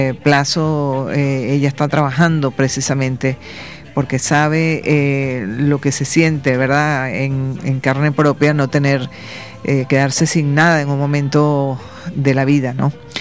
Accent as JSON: {"language": "Spanish", "country": "Venezuela", "said": "porque así somos todos los venezolanos."}